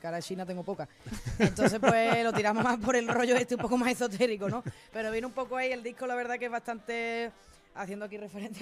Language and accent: Spanish; Andalusia, Spain; Pero sí es verdad que esta música que hacemos en Andalucía, pues por desgracia, que oye, que es mi tierra, es donde menos...